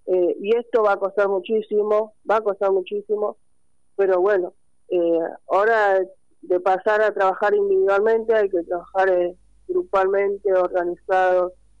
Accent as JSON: {"language": "Spanish", "town": "Santa Marta", "region": "Magdalena", "country": "Colombia", "said": "Claro, sí, yo soy de acá en Santa Marta, soy del barrio cerca al Basural, y sí, yo de los 14 años que voy al Basural, a trabajar directamente"}